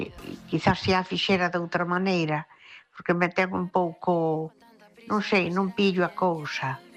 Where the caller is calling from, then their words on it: Ferrol, Galicia, Spain; Bueno, buenas noites … de Ferrol.